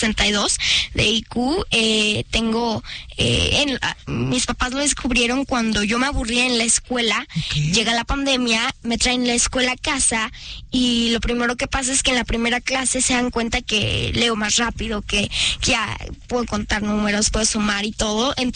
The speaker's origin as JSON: {"language": "Spanish", "region": "Querétaro", "country": "Mexico", "said": "De Querétaro, yo soy de Querétaro."}